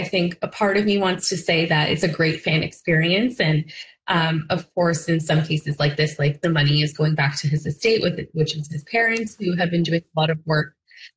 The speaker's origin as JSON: {"language": "English", "town": "Brampton", "region": "Ontario", "country": "Canada", "tie": "born or raised there", "said": "I growing up in Brampton"}